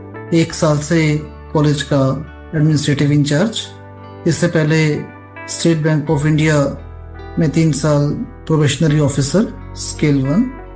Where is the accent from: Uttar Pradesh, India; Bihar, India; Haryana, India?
Haryana, India; देखिए, मैं बेसिकली हरियाणा से हूँ।